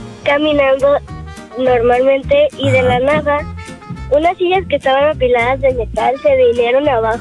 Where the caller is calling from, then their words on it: Jalisco, Mexico; De Jalisco.